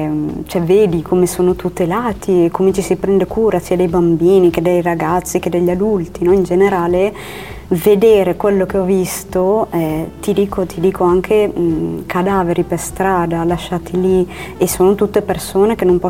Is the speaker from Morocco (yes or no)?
no; Ethiopia; tornare in Etiopia è stato bello perché comunque ho ritrovato la mia terra